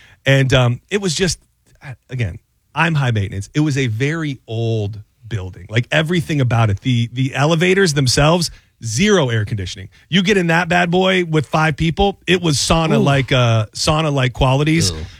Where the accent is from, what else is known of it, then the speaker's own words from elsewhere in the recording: Tampa, Florida, United States; And we're from Tampa. We're spending it in Nashville.